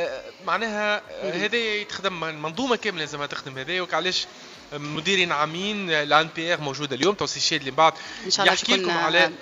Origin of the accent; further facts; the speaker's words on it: Tunisia; احسن ما عندنا في تونس.